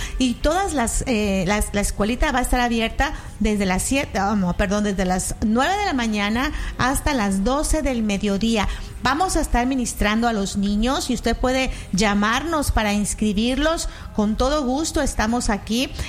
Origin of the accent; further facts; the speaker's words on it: Mexico; now in Houston, United States; Ya no sé usted, pero yo como mexicana le puedo compartir que en México yo me recuerdo que llegaban los fines de semana y andaba uno.